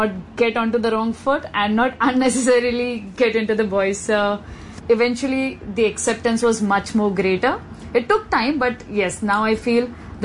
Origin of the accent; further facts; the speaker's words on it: Mumbai, Maharashtra, India; In India, we first have to clear the exams for the state we belong to. So I came from Mumbai.